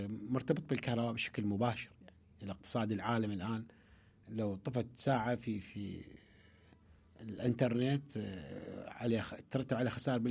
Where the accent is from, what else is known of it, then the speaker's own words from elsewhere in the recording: Iraq; عندنا في العراق، عندنا في وسط وجنوب العراق